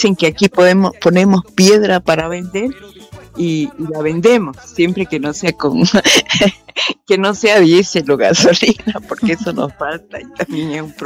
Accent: Santa Cruz de la Sierra, Santa Cruz, Bolivia; Por eso soy cruceña, he nacido en esta tierra

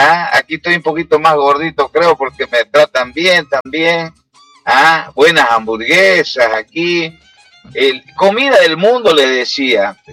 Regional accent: Tarija, Bolivia; Yo le digo, él es de la ciudad, yo soy del campo, le digo. Así que él es chapaco, yo soy chaqueño.

